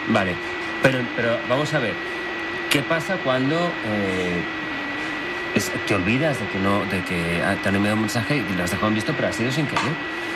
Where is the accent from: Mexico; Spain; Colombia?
Spain; Valencian Community; Siendo yo valenciano